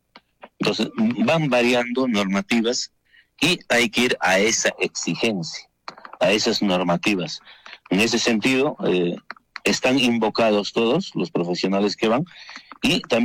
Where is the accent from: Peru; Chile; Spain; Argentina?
Peru; yo soy peruano, tengo todo el derecho y el perfil de trabajar.